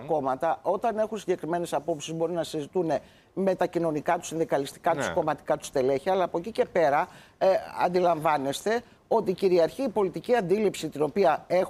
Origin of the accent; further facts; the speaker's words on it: Greece; μιλάω ως Ελληνίδα